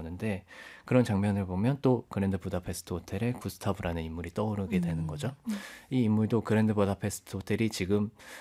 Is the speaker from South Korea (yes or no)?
yes; Gyeongsang, South Korea; moved away; 그 경상도 그 저희가 살던 고향에